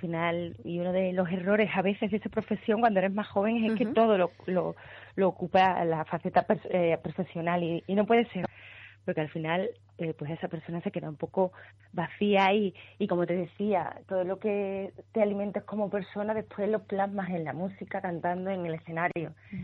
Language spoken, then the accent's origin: Spanish; Coria del Río, Andalusia, Spain; donde más a gusto estoy del mundo es en Coria o en Sevilla, porque es mi tierra, porque la gente allá me conoce, la gente me deja ser